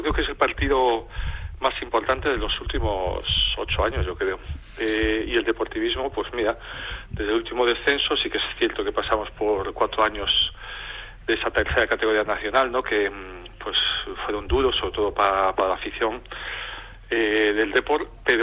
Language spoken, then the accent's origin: Spanish; A Coruña, Galicia, Spain; No es que reniegue del gallego, soy de La Coruña